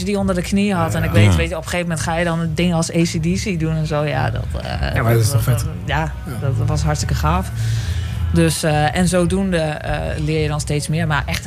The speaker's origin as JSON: {"language": "Dutch", "town": "Kampen", "region": "Overijssel", "country": "Netherlands", "said": "Maar zoals gezegd, kom ik uit Kampen."}